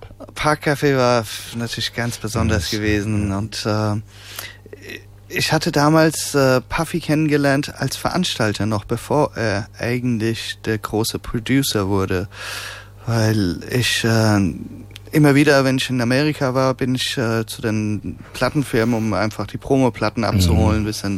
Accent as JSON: {"language": "German", "town": "Liederbach", "region": "Hesse", "country": "Germany", "tie": "born or raised there", "also_born_or_lived": "Eppstein", "said": "Aufgewachsen in Liederbach, aber schon Taunus die Ecke, später Eppstein. Ich glaube, bis ich volljährig wurde, bin ich auch so, ich glaube, so circa 15 Mal umgezogen."}